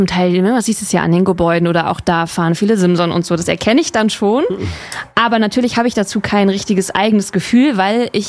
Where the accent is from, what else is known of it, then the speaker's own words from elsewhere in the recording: West Germany, Germany; born there; ich bin ja in Westdeutschland geboren. Das macht, glaube ich, auch einen Unterschied.